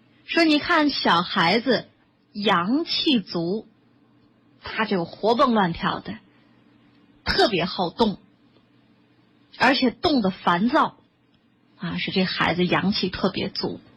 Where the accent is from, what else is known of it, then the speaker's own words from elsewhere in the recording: China; 就像我们中国人拿这筷子